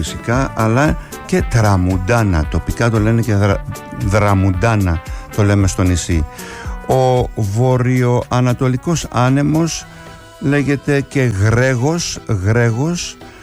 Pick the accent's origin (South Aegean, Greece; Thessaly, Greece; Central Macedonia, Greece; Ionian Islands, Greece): South Aegean, Greece; Kasos; Εγώ επειδή είμαι από την Κάσου και επειδή έχουμε και εκεί ναυτική παράδοση